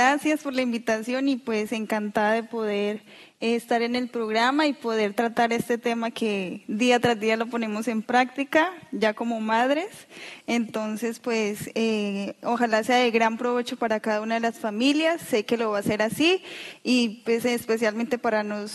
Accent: Colombia; moved away; Somos de Colombia.

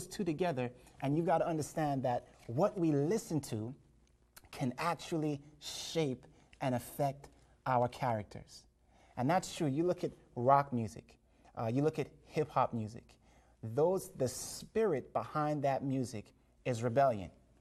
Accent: Jamaica; I was born in Jamaica, and reggae music is a really big, you know, that's the music of Jamaica. And I remember growing up as a child

